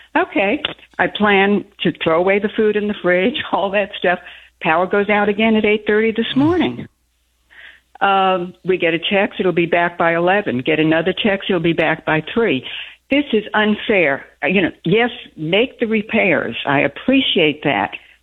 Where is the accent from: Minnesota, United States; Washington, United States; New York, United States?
New York, United States; Brooklyn; now in Texas, United States; I'm originally from Brooklyn, but I'm almost a Texan. I've been here 45 years.